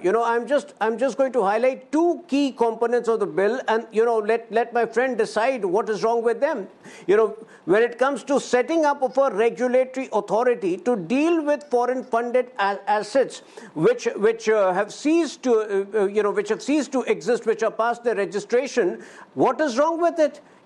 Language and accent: English; Jharkhand, India; I come from Jharkhand.